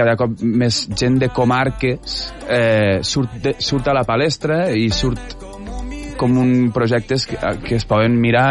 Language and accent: Catalan; Lleida, Catalonia, Spain; A Lleida fa boira 15 dies a l'any, vull dir que no... No, és veritat que al final som el LP de Catalunya i som com la broma fàcil, sí.